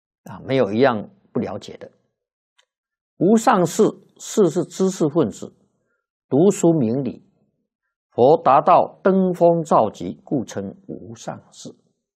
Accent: China; 我们中国人算呢是7岁80岁，与世间人呢寿命差不多。

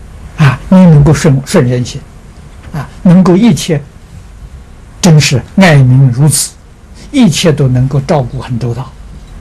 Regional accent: China; 西方人先讲法治，我们中国人比他高明的重要理智啊

